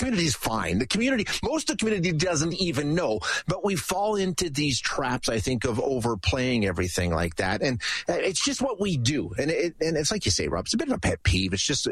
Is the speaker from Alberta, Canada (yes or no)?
yes; Alberta, Canada; I grew up in Alberta, which, country music for sure